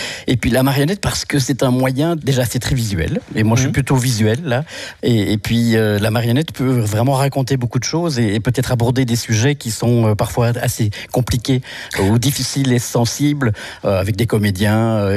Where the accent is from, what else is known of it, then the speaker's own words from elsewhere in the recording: Brussels, Brussels-Capital Region, Belgium; moved away as an adult; now in Genappe, Belgium; Je viens de Bruxelles.